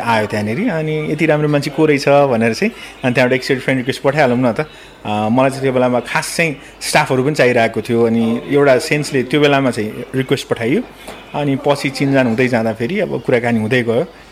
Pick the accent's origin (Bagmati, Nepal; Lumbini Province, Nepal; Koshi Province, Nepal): Bagmati, Nepal; Kathmandu; म चाहिँ बालुटारमा जन्मेको, 2042 पुस 23 गते